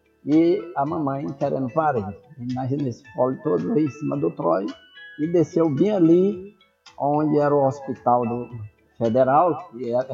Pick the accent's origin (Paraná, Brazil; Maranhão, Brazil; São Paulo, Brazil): Maranhão, Brazil; Codó; born there; Nasci em Codó.